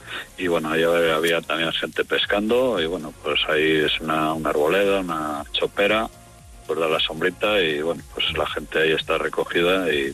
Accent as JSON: {"language": "Spanish", "town": "Venta de Baños", "region": "Castile and León", "country": "Spain", "tie": "born there", "said": "Yo, mira, soy nacido aquí en Venta de Baños"}